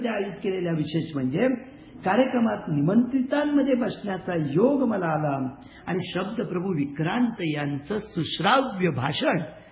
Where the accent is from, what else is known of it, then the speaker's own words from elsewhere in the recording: Maharashtra, India; moved away; मला माझं कोकण म्हणजे माझं गाव आठवलं.